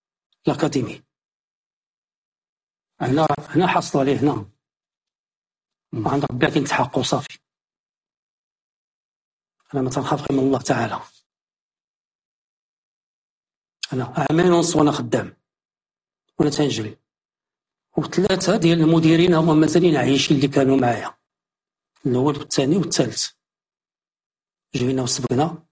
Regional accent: Morocco

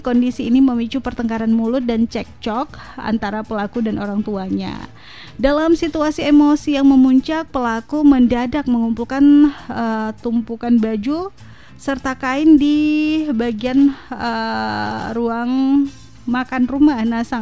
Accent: Bireuen, Aceh, Indonesia; Dah, kampung saya nih.

